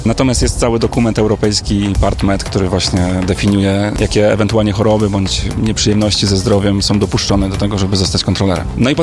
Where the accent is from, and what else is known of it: Poznań, Greater Poland Voivodeship, Poland